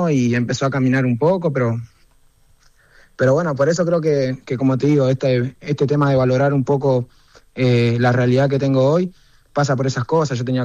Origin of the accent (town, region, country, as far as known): Carmen de Patagones, Buenos Aires Province, Argentina; now in Buenos Aires, Argentina